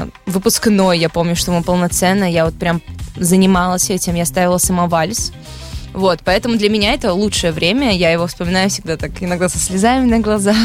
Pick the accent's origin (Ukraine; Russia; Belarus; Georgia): Belarus; я из Беларуси.